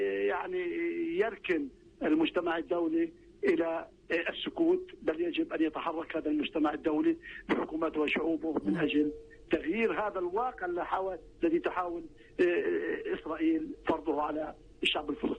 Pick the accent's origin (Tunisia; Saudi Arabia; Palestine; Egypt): Palestine; يجب علينا نحن كفلسطينيين أن نستعد لكل هذه التطورات